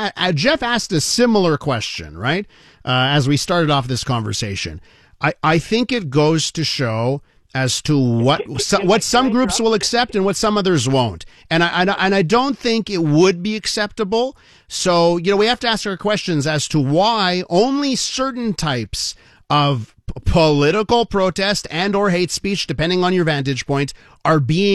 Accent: Canada; We don't want that here in Canada. We're in Canada. We're all Canadian.

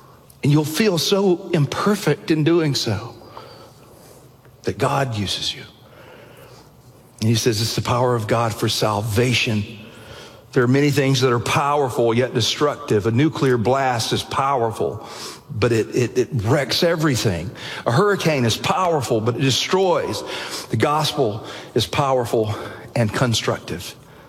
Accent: Alabama, United States; I was growing up in Alabama. I mean, you can't miss it. There's churches everywhere.

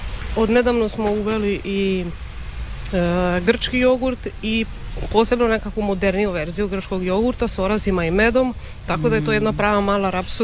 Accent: Donji Zemunik, Zadar County, Croatia; dolazimo iz Donjeg Zemunika. Imamo farmu mliječnih krava, bavimo se proizvodnjom i preradom mlijeka.

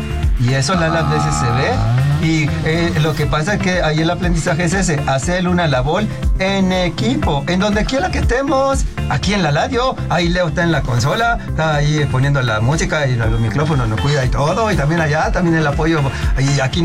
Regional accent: Mexico City, Mexico; Por eso, de la Jungla Asfáltica de la Roma.

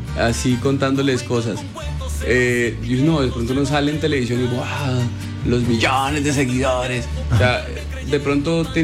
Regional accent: Rivera, Huila, Colombia; also born or lived in San Vicente del Caguán, Caquetá; Y pues yo nací en San Vicente y prácticamente me crié en Rivera.

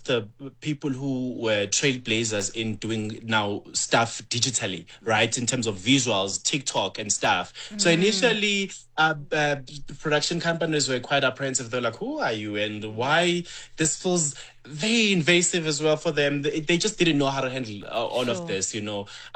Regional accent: KwaZulu-Natal, South Africa; The accent is not the same. I'm from Zululand. Someone who stays in Durban, they have a different accent.

